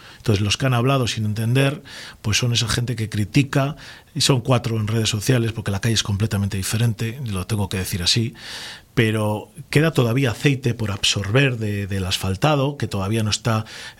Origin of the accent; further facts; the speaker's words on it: Laredo, Cantabria, Spain; El 99,9% de los laredanos somos gente de bien